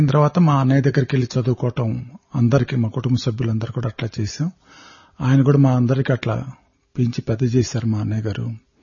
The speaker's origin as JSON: {"language": "Telugu", "town": "Devarampadu", "region": "Andhra Pradesh", "country": "India", "tie": "born or raised there", "said": "సాయిరామ్, మాది ఒంగోలు దగ్గర దేవరంపాడైన కుగ్రామం."}